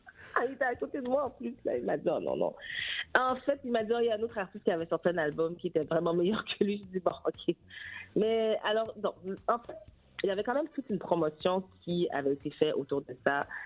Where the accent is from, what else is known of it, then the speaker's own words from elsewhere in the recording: Canada; On est Canadien